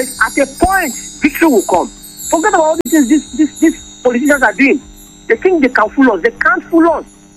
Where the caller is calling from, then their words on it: Nigeria; I was ashamed of being a Nigerian.